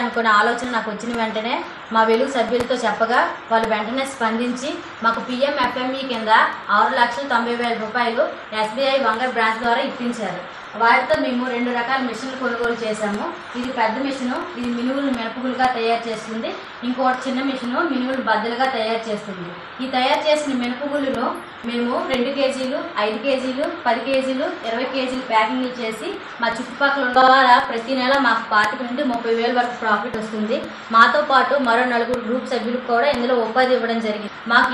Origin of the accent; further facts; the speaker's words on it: Koppara, Andhra Pradesh, India; మాది కొప్పర గ్రామం, వంగరం మండలం, విజయనగరం జిల్లా.